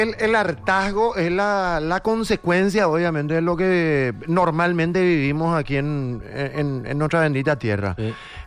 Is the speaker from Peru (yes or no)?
no; Paraguay; como ciudadano, como paraguayos.